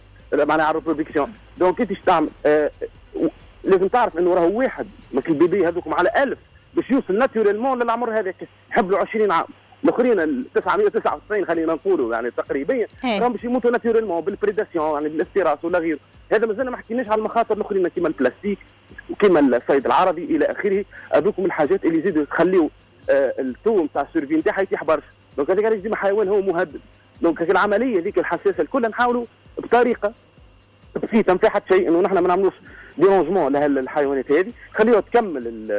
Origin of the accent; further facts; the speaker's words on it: Tunisia; عندنا في تونس